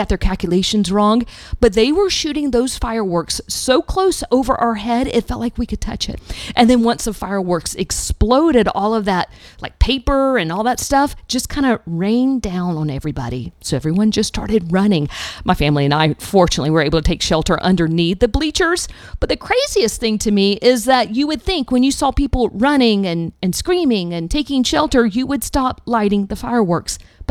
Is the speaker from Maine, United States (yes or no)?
no; Georgia, United States; I think the most memorable one I've ever went to was in my hometown, South Georgia. My town was doing one of those big fireworks presentations